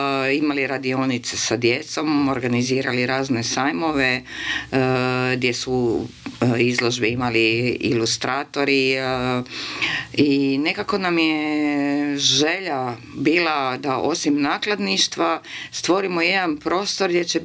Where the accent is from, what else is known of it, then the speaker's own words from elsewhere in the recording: Zagreb, City of Zagreb, Croatia; Žao mi je jedino što je to Zagreb stradao u potresu, pa je to još vidljivo, ali volim, to je moj rodni grad, a naročito volim ovaj dio grada Preradovićevu.